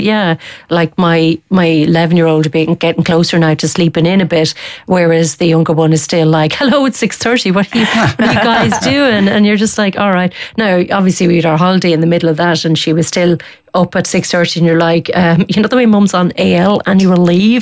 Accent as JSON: {"language": "English", "area": "Tipperary", "region": "Munster", "country": "Ireland", "tie": "born or raised there", "said": "I grew up in Tipperary. It's a bit landlocked."}